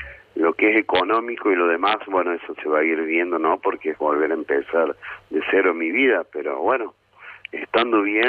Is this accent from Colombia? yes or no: no; Pilar, Córdoba, Argentina; No, no, yo soy oriundo de Pilar, Córdoba.